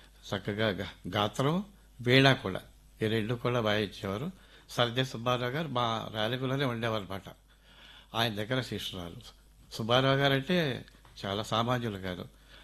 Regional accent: Relangi, Andhra Pradesh, India; మాది పశ్చిమ గోదావరి జిల్లా రేలంగనే ఊరండి, గ్రామం, చిన్న గ్రామం.

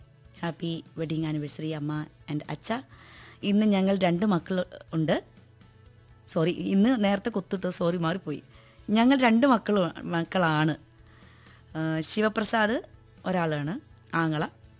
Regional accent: Vypin, Kerala, India; വൈപ്പിനിൽ നിന്നാണ്.

